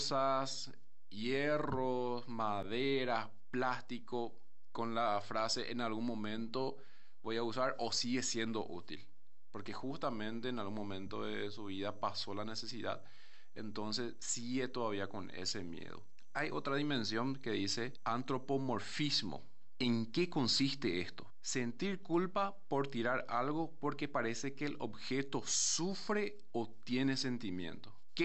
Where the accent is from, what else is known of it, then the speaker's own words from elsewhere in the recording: Paraguay; como los paraguayos hacemos